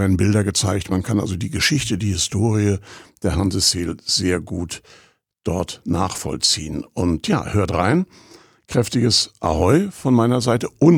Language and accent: German; Rostock, Mecklenburg-Vorpommern, Germany; born or raised there